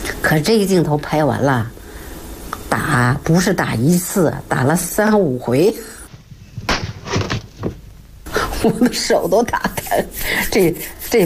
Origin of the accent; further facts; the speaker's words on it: Northeast China, China; 我的东北人，我是东北人呢。东北土改时候，我正在东北，这些生活我太有了。